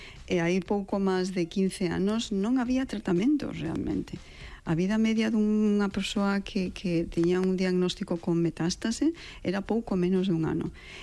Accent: Monte, Galicia, Spain; born there; con moitos amigos e con moitas amigas que veñen da miña aldea, onde eu nacín, na aldea do Monte

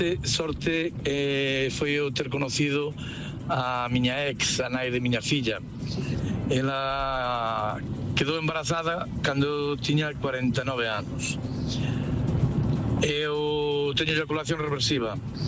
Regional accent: Palas de Rei, Galicia, Spain; now in Porto, Portugal; Hola, rapaces … de Palas.

